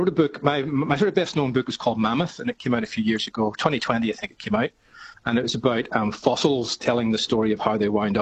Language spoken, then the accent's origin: English; Ireland; But then the thing is, I'm Irish, so that's kind of par for the course.